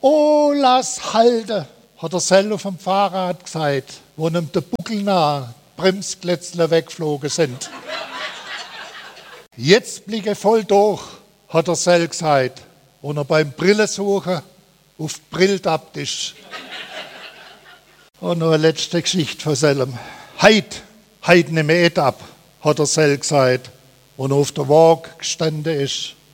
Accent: Sindelfingen, Baden-Württemberg, Germany; born there; Käsereiter ist der Neckname für die Sendelfinger. Und ich bin ein gebürtiger Sendelfinger. Ich bin also auch ein gebürtiger Käsereiter.

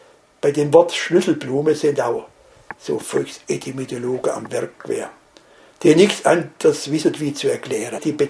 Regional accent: Dettingen an der Erms, Baden-Württemberg, Germany; accent: Swabian; also born or lived in Kappishäusern; Ich darf ja sagen, woher ich komme aus Kabishäusern und Detting an der Erms. Das ist meine Sprache und aus der aus erkläre ich auch.

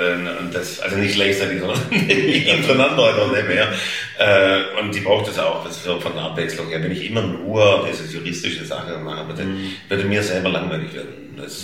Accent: Stuttgart, Baden-Württemberg, Germany; accent: Swabian; ja, ich komme aus Stuttgart, spreche aber Oxford-Schwäbisch und haben wir schon mal einen Lacher.

